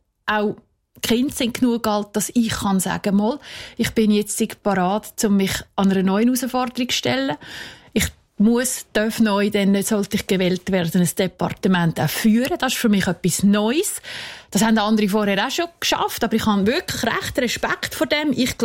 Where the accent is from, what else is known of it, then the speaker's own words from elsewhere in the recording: Aargau, Switzerland; Ich bin Aargauerin, dort fangen wir mal an.